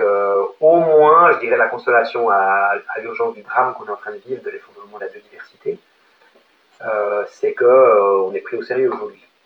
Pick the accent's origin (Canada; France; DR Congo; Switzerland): Switzerland; je viens de Suisse, j'ai grandi au bord du lac Léman, donc en face de la Haute-Savoie.